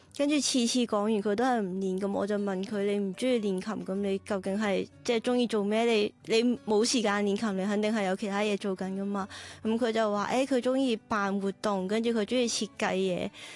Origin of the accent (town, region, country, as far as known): Macau; born or raised there